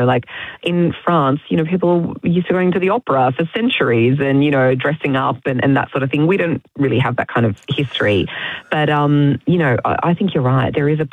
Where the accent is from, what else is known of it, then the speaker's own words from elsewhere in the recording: Sydney, New South Wales, Australia; because you know I'm from Sydney